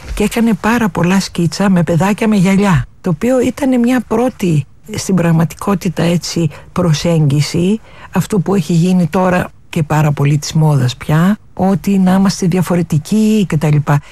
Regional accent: Palaio Faliro, Attica, Greece; Αγαπώ πολύ τη θάλασσα γιατί μεγάλωσα στο Παλαιό Φάληρο. Είμαι πολύ τυχερή που μεγάλωσα στο Παλαιό Φάληρο

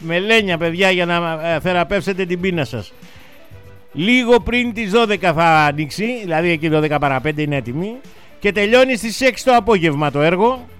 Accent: Western Greece, Greece; στην πατρίδα μου απέναντι την Έτωλο Ακαρνανία.

